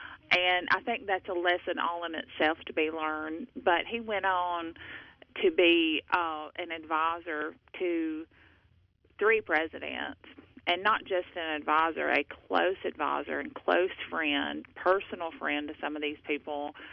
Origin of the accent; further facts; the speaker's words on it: Tishomingo, United States; Well, I did not. I grew up in Tishomingo, which is not far from here